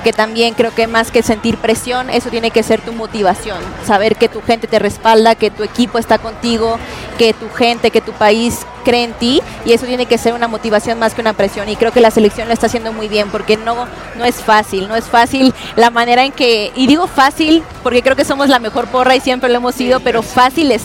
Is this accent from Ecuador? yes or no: no; Mexico; me contagio de todo lo que sentimos como mexicanos, claro. cómo sabemos celebrar, cómo nos encanta siempre decir que somos de México y lo orgulloso que somos de este país.